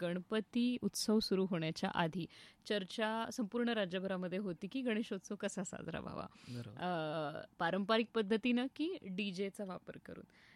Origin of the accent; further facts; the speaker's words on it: Ahmednagar, Maharashtra, India; I love नगर असं मी म्हणेन, कारण मी पण नगरची आहे.